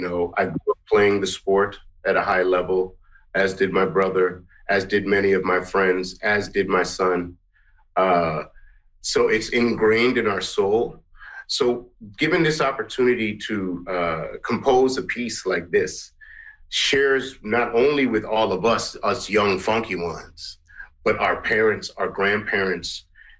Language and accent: English; Guyana; I'm from Guyana, so and … I'm mixed.